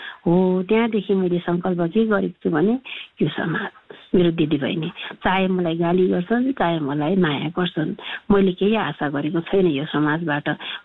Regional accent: Gundu, Bagmati, Nepal; born there; म जन्मेको चाहिँ भक्तपुरको गुन्डु, अहिले जहाँ फेमस नै छ गुन्डु भन्ने ठाउँ।

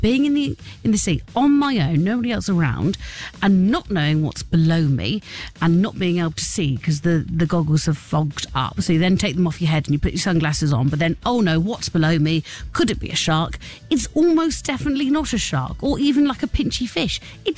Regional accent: South West England, United Kingdom; moved away; I've been here for 2 years, right? I'm from Cornwall. I know the sea. I've operated with the sea on a regular basis growing up.

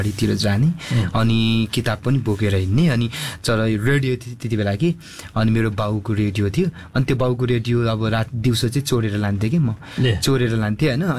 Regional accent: Rumjatar, Koshi Province, Nepal; moved away; also born or lived in Kathmandu; मेरो गाउँ र मेरो ठाउँ मेरो प्यारो गाउँ रुम्जाटार

